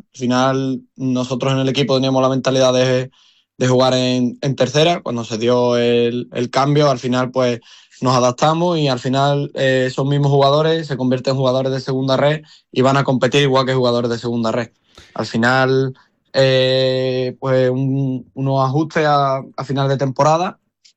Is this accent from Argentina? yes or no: no; Andalusia, Spain; Yo estaba aquí en mi pueblo jugando en Primera Andaluza